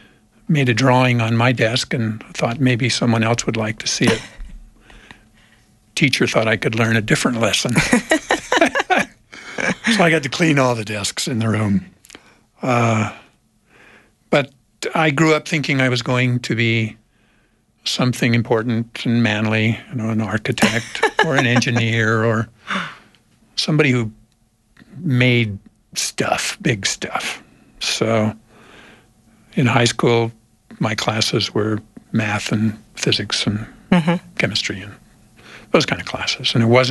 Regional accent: Western United States, United States; I was born in Mesquite, Nevada. Oh, wow. And kind of grew up living in small towns throughout the West.

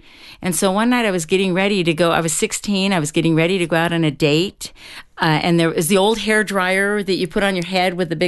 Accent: South Pasadena, California, United States; I grew up in Los Angeles in South Pasadena.

